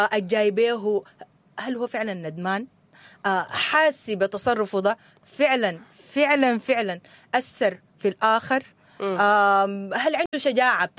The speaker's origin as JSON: {"language": "Arabic", "country": "Sudan", "said": "نحنا كشعب سوداني"}